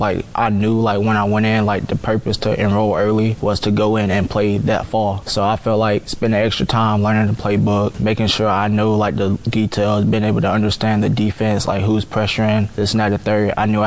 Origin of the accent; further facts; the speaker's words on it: Georgia, United States; moved away as an adult; now in Knoxville, United States; You know, I'm from Georgia